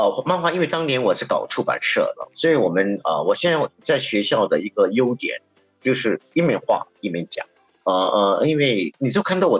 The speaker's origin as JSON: {"language": "Chinese", "country": "Singapore", "said": "我们新加坡人吃在富靠达吃东西以后，我们要把那个盘送回去"}